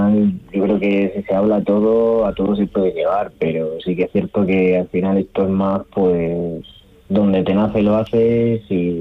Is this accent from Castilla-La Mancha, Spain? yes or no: yes; Ciudad Real, Castilla-La Mancha, Spain; Yo soy de Ciudad Real.